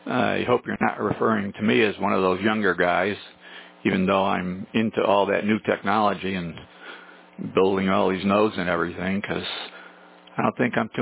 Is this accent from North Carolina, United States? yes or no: no; Connecticut, United States; now in Leesburg, United States; called Leesburg, Florida. And I've been here for about the past 20 years. And originally I'm from New England and grew up in New England in Connecticut.